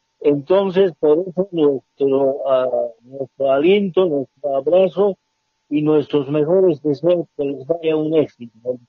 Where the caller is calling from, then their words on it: Cochabamba, Bolivia; de acá de Cochabamba.